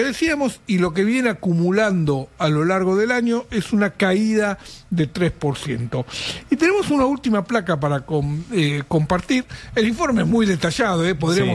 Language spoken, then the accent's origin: Spanish; Argentina; el mercado interno somos los argentinos.